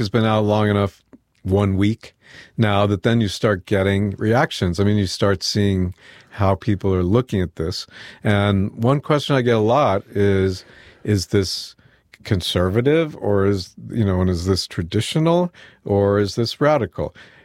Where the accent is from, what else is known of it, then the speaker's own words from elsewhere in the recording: Wilkes-Barre, Pennsylvania, United States; growing up in Wilkes-Barre in the 50s and 60s was, you know, there was the extreme of don't ask, don't tell, I suppose I would say.